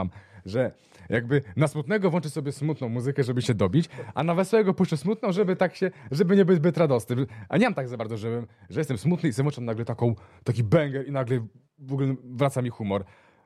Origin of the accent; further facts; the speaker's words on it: Warsaw, Masovian Voivodeship, Poland; Ja jestem z Mokotowa. Na Mokotowie po prostu … działali.